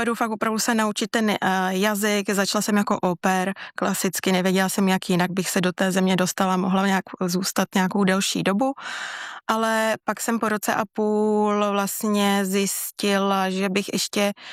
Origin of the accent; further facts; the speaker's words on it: Bohemia, Czechia; protože u nás v Čechách by to třeba šlo, nebo bylo normální, je, že se musíte taky držet oboru.